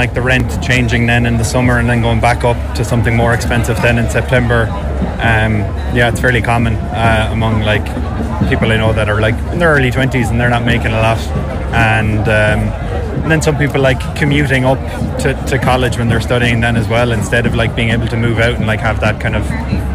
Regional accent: Cork, Munster, Ireland; I'm from Cork my whole life

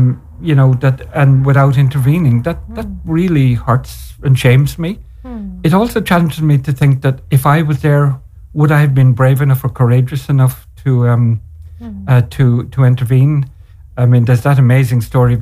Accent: Ireland

